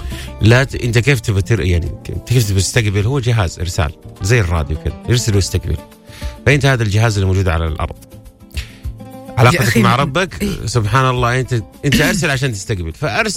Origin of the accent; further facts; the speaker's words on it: Saudi Arabia